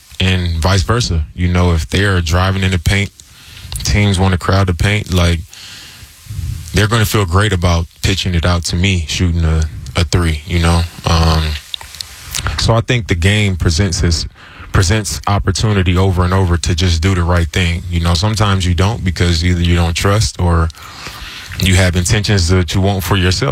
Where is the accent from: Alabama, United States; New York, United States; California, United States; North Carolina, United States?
California, United States; Oakland; moved away as an adult; now in Portland, United States; I'm from Oakland, that's home. I've been living here 15 years.